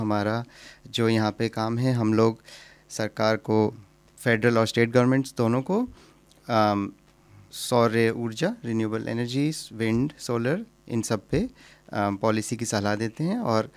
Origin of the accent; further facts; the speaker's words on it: Meerut, Uttar Pradesh, India; moved away as an adult; also born or lived in Allahabad; now in Australia; मैं भारत में हूँ मेरठ, उत्तर प्रदेश से, और मैंने वहाँ पे अपनी पूरी पढ़ाई, स्कूलिंग वहीं से करी है।